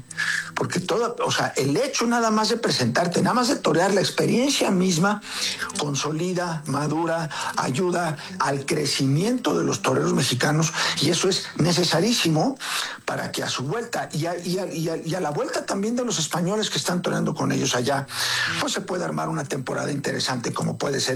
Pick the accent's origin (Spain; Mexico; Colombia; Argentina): Mexico; yo creo que debemos como mexicanos estar agradecidos con Plaza 1 porque le ha abierto las puertas a los mexicanos